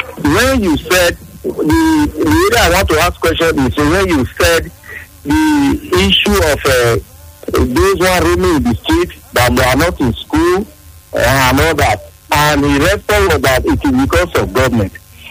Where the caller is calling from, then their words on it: Edo, Nigeria; I'm calling from Edo State.